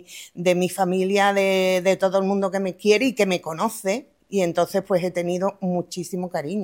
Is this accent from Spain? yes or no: yes; Madrid, Community of Madrid, Spain; born there; yo es que nací en Madrid